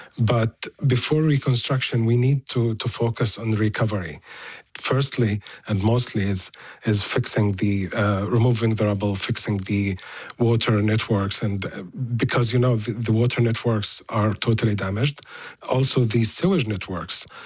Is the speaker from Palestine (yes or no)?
yes; Gaza Strip, Palestine; born or raised there; moved away as an adult